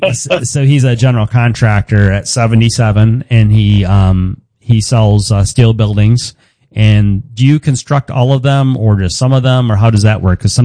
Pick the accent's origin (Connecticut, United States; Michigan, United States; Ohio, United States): Michigan, United States; Lansing; I grew up over there in Lansing, Michigan area. And so they call it mid-Michigan.